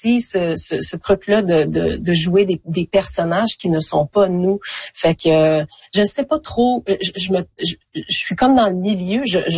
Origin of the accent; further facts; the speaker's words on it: Quebec, Canada; j'ai grandi en Beauce, au Québec.